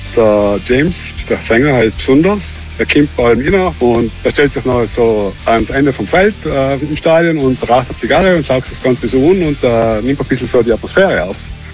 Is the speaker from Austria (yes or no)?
no; Trentino-Alto Adige, Italy; Zum Glück komme ich aus Südtirol, dann haben wir vielleicht Höhenangst für die Berge.